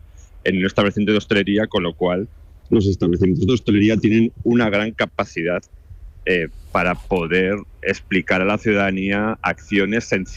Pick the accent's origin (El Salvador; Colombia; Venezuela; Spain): Spain; tal y como somos los españoles